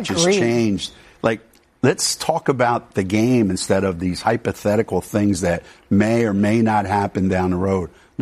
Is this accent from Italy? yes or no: yes; Italy; English is a second language; moved away; Maybe when I came over from Italy, you know, I didn't speak the language.